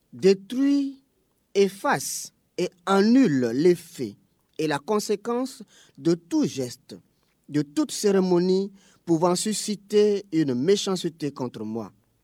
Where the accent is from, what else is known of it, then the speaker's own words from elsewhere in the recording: Côte d’Ivoire; en avril 2001 à Grand Bassam, chez nous en Côte d'Ivoire